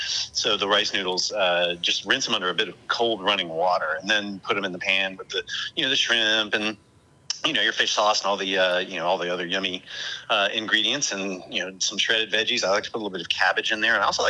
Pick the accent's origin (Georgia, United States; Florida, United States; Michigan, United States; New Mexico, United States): Florida, United States; Jacksonville; I grew up here in Jacksonville, Florida. You know, this is not truly the Deep South, but it's, you know, it's pretty cracker here.